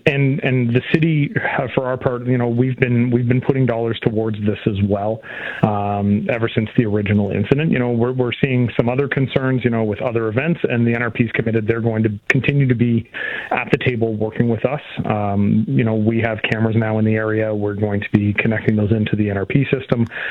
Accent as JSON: {"language": "English", "region": "Nova Scotia", "country": "Canada", "said": "I'm from Nova Scotia, and so, like, that's where I was originally born. My dad was in the Navy, so that's how I wound up out there, and they're a good Nova Scotia band."}